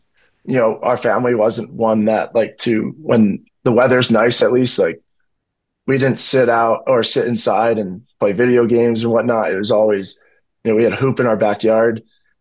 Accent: Chicago, Illinois, United States; I'm from Chicago, I'm a diehard Bears fan.

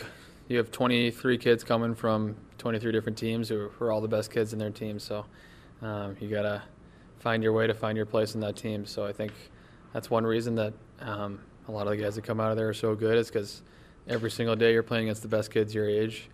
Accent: Lexington, Massachusetts, United States; Yeah, I grew up in Massachusetts, Lexington, and I think the whole family was within 2 miles of each other, so it was fun growing up there

